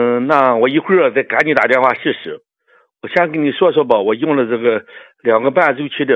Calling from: Qingdao, Shandong, China; 王老师，我是山东青岛的老朋友了。

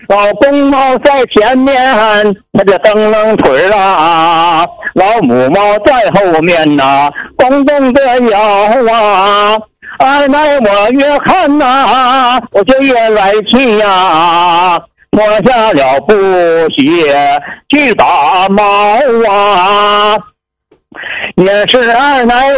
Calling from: Changchun, Jilin, China; 我是长春的。

